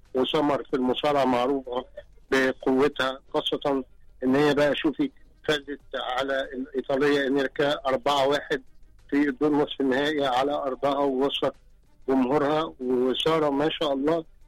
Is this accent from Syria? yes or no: no; Egypt; إحنا مصريين